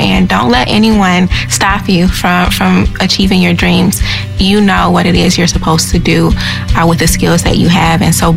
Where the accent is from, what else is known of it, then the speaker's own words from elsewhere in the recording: Gary, Indiana, United States; I am originally from Gary, Indiana